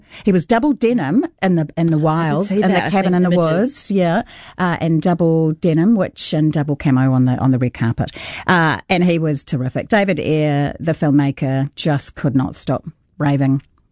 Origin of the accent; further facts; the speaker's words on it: New Zealand; So, of course, I had to yell out like a loser that I was from New Zealand.